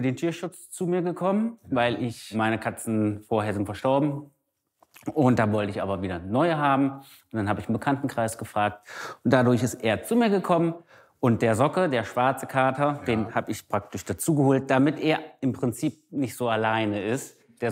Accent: Kassel, Hesse, Germany; ich bin 30 Jahre alt, ich komme aus Kassel, bin gelernter Landschaftsgärtner

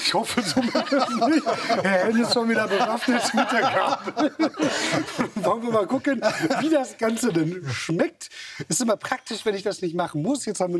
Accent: North Rhine-Westphalia, Germany; Ich komme aus dem Ruhrgebiet, aber Braunkohle ist jetzt nicht das, was ich probieren wollte.

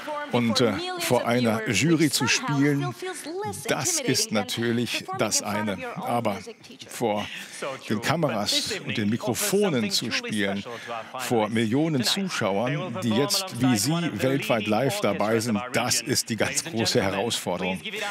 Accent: Armenia; vor allem weil es in diesem Jahr in Armenien stattfindet, meiner Heimat.

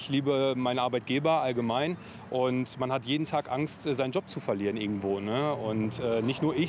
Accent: Duisburg, North Rhine-Westphalia, Germany; born there; Ich lebe in Duisburg, ich bin in Duisburg geboren.

